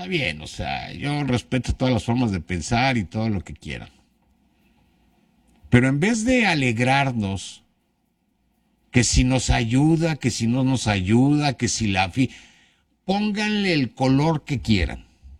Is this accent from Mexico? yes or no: yes; Mexico